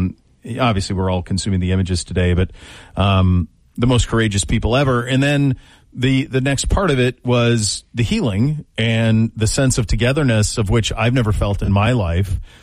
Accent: Choteau, Montana, United States; he has a place really near where I grew up in Shoto, Montana.

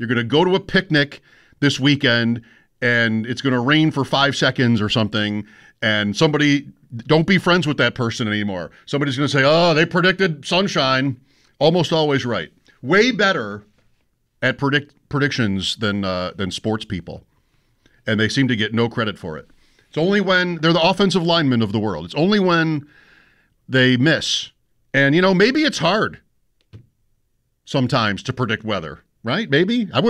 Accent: Grand Island, New York, United States; also born or lived in Rochester; Patrick might have thought that I am from Rochester. I was there 11 years, but I'm not. I'm from where I live now on Grand Island.

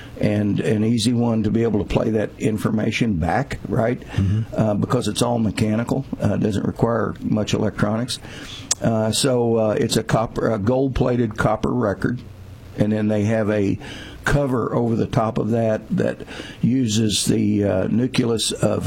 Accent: Missouri, United States; Mike, I'm from Missouri.

